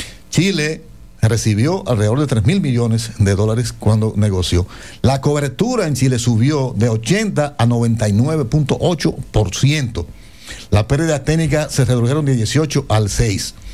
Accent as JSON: {"language": "Spanish", "country": "Dominican Republic", "said": "nosotros los dominicanos"}